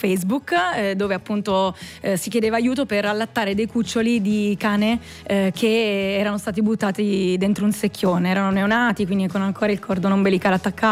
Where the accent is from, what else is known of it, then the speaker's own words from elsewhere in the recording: Bologna, Emilia-Romagna, Italy; now in Rome, Italy; Sì, perché io sono nata un pochino più su, sono di Bologna … appunto vivo a Roma ormai da tanti anni, quindi sono anche una meticcia, sono perché papà è di su e mamma è di giù e poi vivo qua